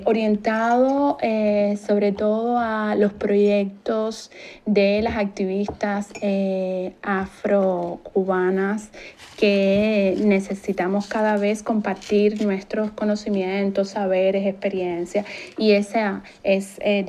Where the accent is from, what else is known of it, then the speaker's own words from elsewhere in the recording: Cuba; Y me agarré mucho de todos esos ideales que en mi país son importantes. Por tanto, en mi batalla por una vivienda digna, yo decía, nadie puede decir en Cuba que eso no es posible.